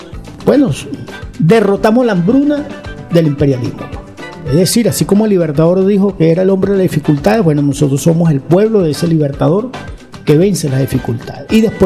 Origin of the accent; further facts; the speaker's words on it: Barinas, Venezuela; moved away as an adult; now in Caracas, Venezuela; haciendo vida académica en la Universidad Central de Venezuela, aquí en Caracas, pues, desde que tuve que trasladarme de Barinas, mi tierra natal